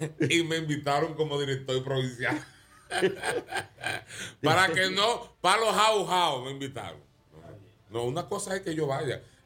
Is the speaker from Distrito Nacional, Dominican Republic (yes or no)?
no; Mao, Valverde, Dominican Republic